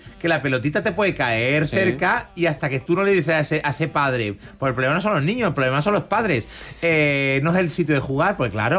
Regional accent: Menorca, Balearic Islands, Spain; Pero, a ver, yo soy de Menorca.

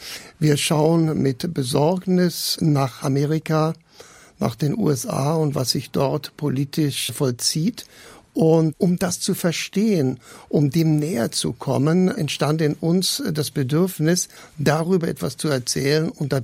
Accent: Southern Germany, Germany; Ich bin in Süddeutschland groß geworden.

